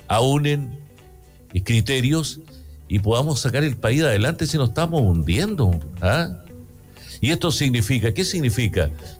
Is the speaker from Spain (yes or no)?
no; Chile; tenemos una mala imagen como chilenos